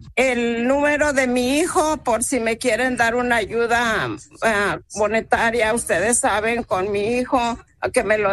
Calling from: Corona, California, United States; En Corona, cerca de donde vivimos. Yo vivo en Corona, California

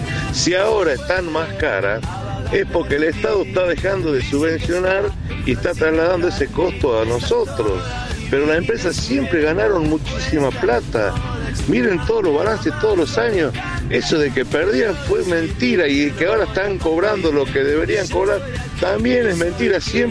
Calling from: Bahía Blanca, Buenos Aires Province, Argentina; desde Bahía.

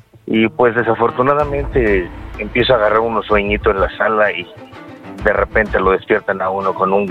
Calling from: Mexico City, Mexico; Desde la Ciudad de México

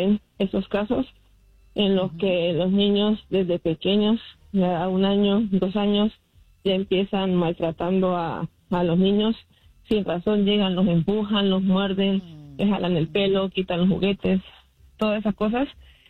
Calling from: Utah, United States; Buenos días … estoy bien, estado de Utah.

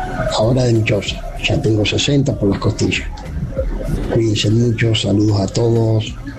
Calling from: Huinca Renancó, Córdoba, Argentina; de Winca Renancó.

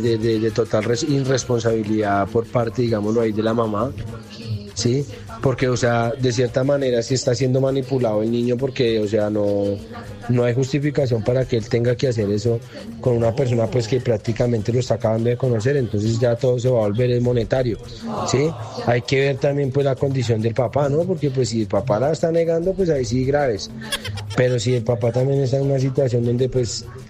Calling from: Bogotá, Colombia; Aquí desde Ciudad Bolívar, barrio San Joaquín.

